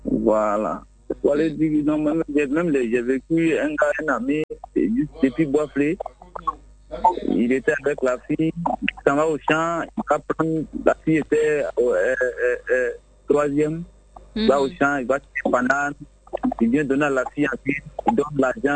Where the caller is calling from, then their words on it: Abidjan, Côte d’Ivoire; J'appelle d'Angré.